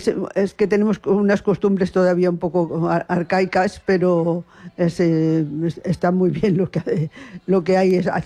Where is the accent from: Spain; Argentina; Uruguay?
Spain; Aras de los Olmos, Valencian Community; now in Valencia, Spain; soy de Aras de los Olmos, un pueblo que está a 97 kilómetros de Valencia.